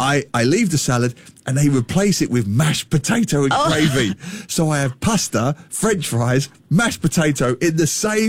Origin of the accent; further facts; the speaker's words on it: Singapore; But I am so Singaporean when it comes to set lunches.